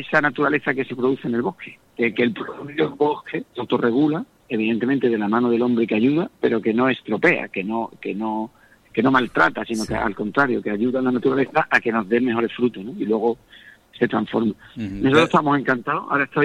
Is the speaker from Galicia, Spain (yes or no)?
no; Huelva, Andalusia, Spain; yo soy de Huelva, del sur de España, de Andalucía, y ahí tenemos el culantro, porque además somos la única región de Europa a la que llamamos culantro, como se llama aquí.